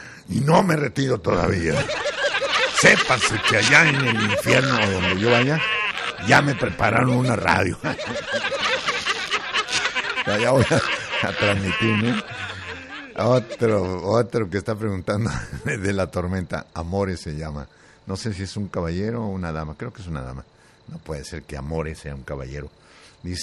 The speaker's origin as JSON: {"language": "Spanish", "country": "Mexico"}